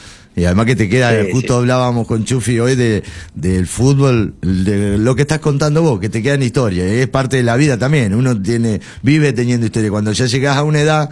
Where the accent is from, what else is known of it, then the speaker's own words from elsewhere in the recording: Gaboto, Santa Fe, Argentina; nosotros somos de Gaboto